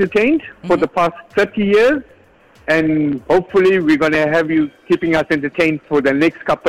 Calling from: Chatsworth, KwaZulu-Natal, South Africa; I'm calling from Chatswood.

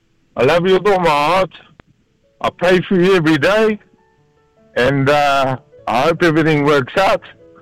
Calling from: Pietermaritzburg, KwaZulu-Natal, South Africa; Maritzburg.

